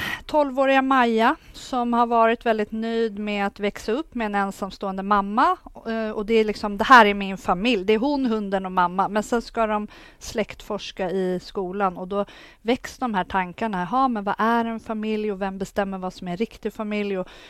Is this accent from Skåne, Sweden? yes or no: no; Åkersberga, Stockholm County, Sweden; Bonddotter från Stora Säby gård här i Åkersberga. Det är säkert många där ute som har plockat jordgubbar på den här gården en gång i tiden. Så där är jag uppvuxen.